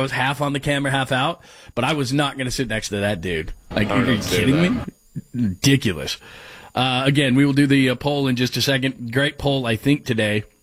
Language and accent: English; California, United States; moved away; I'm from Southern California.